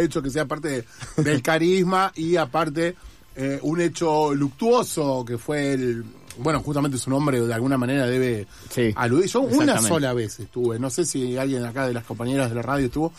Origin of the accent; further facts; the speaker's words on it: Uruguay; now in Argentina; Yo, que soy uruguayo